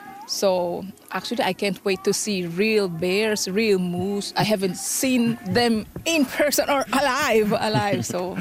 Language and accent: English; Philippines; moved away as an adult; now in Canada; I'm from the Philippines, so I came here in Canada in December of 2022.